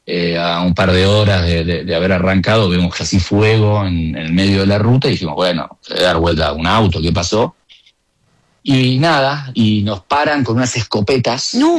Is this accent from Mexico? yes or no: no; Argentina; nosotros, obviamente, como buenos argentinos